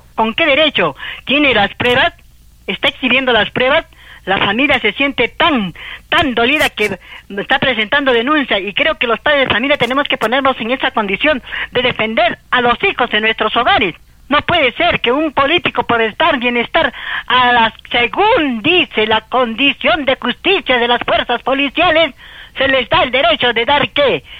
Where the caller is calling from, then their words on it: Peru; uno como peruano